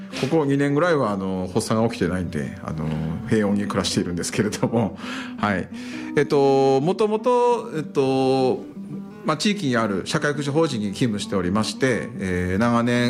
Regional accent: Towada, Aomori, Japan; あの青森県の、十和田市というところで、事業を行っております。生まれも育ちも十和田市です。あのすぐ近くには十和田湖がありまして、非常に自然が豊かな場所で、普段暮らしております。

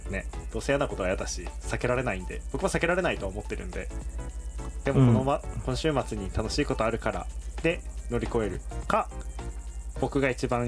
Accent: Omagari, Akita, Japan; その中でですね、僕らはこう大曲の出身なので、まあ、三井できる前どうだったかなとか

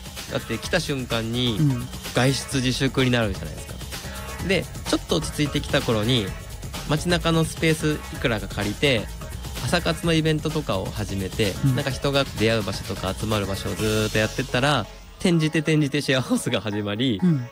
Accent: Nara, Japan; moved away as an adult; also born or lived in Ibaraki; now in Mito, Japan; 僕の出身奈良県です。

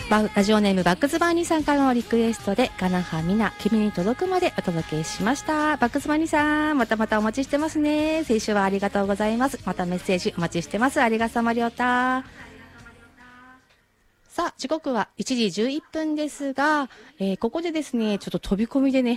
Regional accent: Amami, Kagoshima, Japan; born there; 私も那中出身なんだけど

